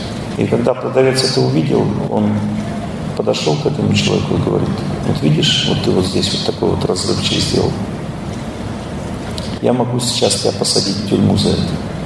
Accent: Russia

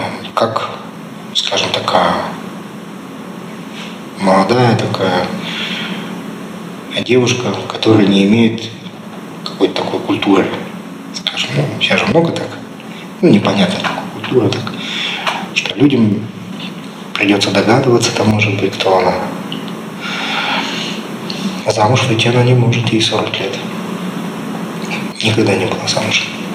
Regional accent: Russia; Если я татарин, я не могу говорить, что я немец. Правильно? Я уже татарин, все. Потому что у меня мама татарка, папа татарин.

